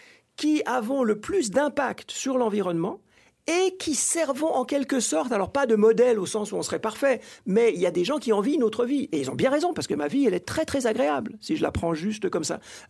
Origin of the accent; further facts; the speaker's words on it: Switzerland; also born or lived in United States; Et comme je disais, je viens de Suisse, j'ai longtemps enseigné aux États-Unis